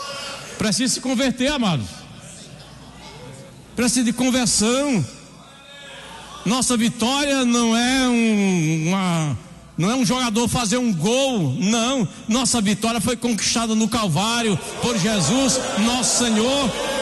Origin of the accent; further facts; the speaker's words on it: Brazil; Nós somos patriotas, claro, somos brasileiros, cidadãos brasileiros.